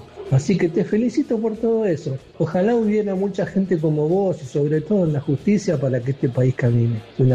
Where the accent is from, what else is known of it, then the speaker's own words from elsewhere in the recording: Buenos Aires, Argentina; de Villa Pueyrredón, 686.